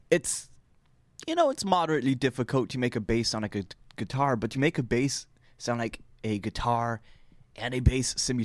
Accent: Wisconsin, United States; I am pure Wisconsin.

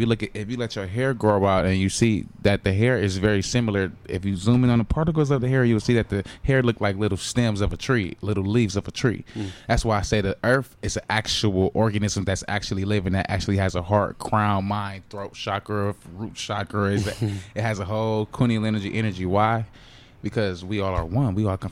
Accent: Milwaukee, Wisconsin, United States; Oh yeah, I'm from Milwaukee for sure.

